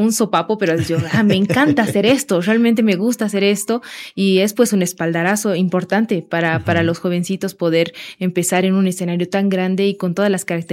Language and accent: Spanish; Bolivia; apoyar como bolivianos